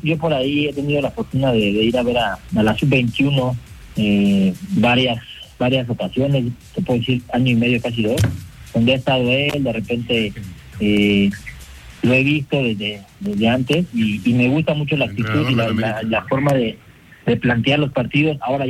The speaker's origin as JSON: {"language": "Spanish", "country": "Mexico"}